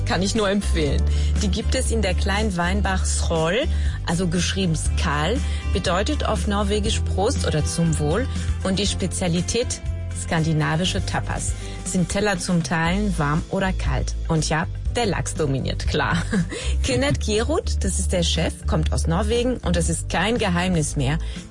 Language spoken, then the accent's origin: German; Marseille, Provence-Alpes-Côte d'Azur, France; now in Berlin, Germany; Ich komme ja aus Marseille